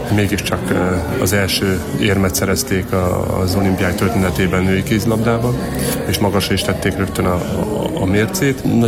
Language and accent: Hungarian; Transylvania, Romania; mert nekem már sikerült magyarként, erdélyi magyarként a magyar válogatottban játszani